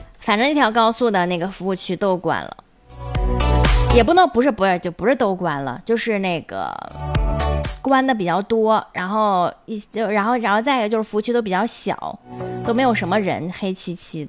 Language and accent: Chinese; Northeast China, China; 咱们东北人啊，就是家里至少肯定得有一台油车